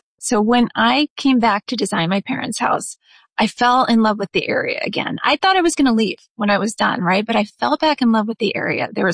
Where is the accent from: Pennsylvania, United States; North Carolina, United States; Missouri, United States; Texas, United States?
Pennsylvania, United States; Dunmore; I really enjoyed my childhood here, growing up at our city house in Dunmore and going to our lake house 7 minutes away, you know, up at Moosic Lake.